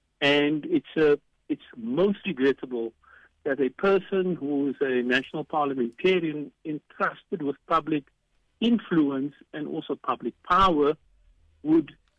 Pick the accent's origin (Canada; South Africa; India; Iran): South Africa; Cape Town, Western Cape; We grew up together in Kensington, in Cape Town.